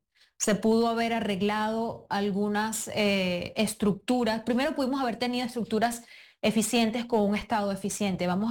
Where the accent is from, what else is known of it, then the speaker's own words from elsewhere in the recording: Tanaguarena, La Guaira, Venezuela; la zona donde crecí en Venezuela, en La Guaira, en Tanaguarena se llama específicamente, se destruyó.